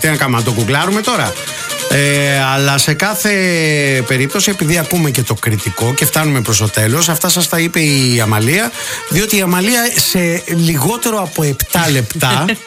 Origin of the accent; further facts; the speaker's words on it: Kalavryta, Western Greece, Greece; μου θυμήσατε τα παιδικά μου χρόνια στα Καλάβρητα.